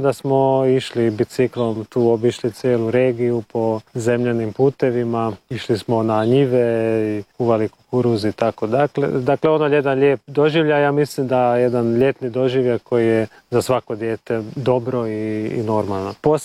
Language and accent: Croatian; Pécs, Baranya, Hungary; moved away as an adult; now in Szalánta, Hungary; ja sam rođen u Peču i odrastao sam u Peču, ali uvijek sam bio povezan sa Salantom jer mama je odavdje, cijela obitelj njena.